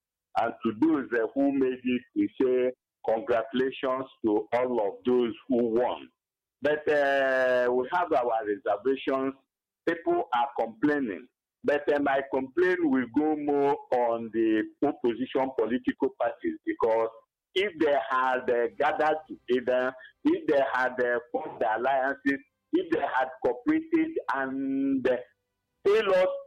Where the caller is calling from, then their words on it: Enugu State, Nigeria; I'm calling from Ababani, Kenugu